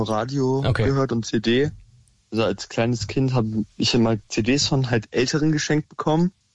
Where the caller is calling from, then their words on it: Strausberg, Brandenburg, Germany; Vor Ort, Strausberg, so aus...